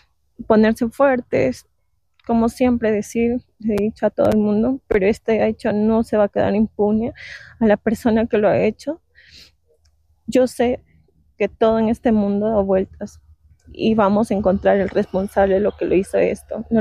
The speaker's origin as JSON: {"language": "Spanish", "town": "Casablanca", "region": "Cajamarca", "country": "Peru", "tie": "born or raised there", "said": "Del centro poblado Casablanca, distrito de Pimpincos."}